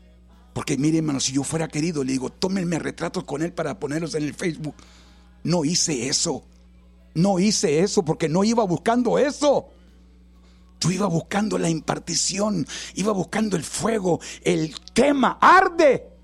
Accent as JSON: {"language": "Spanish", "town": "Los Ramones", "region": "Nuevo León", "country": "Mexico", "moved": "yes", "lives_now": "McAllen, United States", "said": "he orado por mi, aleluya, por mi gente, por mi pueblo, o por Nuevo León, que soy de Garza González, Los Ramones."}